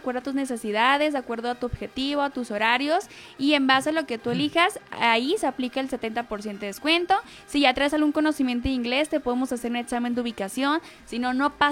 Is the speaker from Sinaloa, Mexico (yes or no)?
yes; Sinaloa, Mexico; incluso en México, yo que soy de Sinaloa, a lo mejor van a decir, oye, ¿por qué habla así? Es que es mi acento